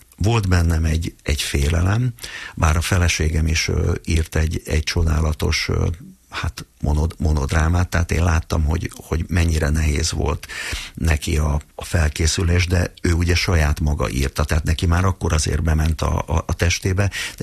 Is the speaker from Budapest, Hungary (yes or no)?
yes; Budapest, Hungary; És hogy én ugyanott nőttem fel Pesterzsébeten, ahol a Gáborék is laktak.